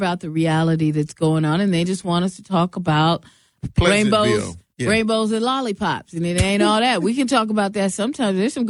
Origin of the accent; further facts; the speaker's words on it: Seattle, Washington, United States; born there; now in Milwaukee, United States; I was born in Seattle, Washington.